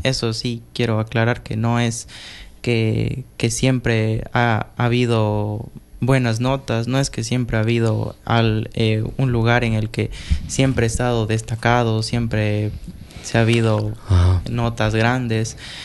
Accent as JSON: {"language": "Spanish", "country": "Ecuador", "said": "sentirme orgulloso también por lo que soy, por ser ecuatoriano"}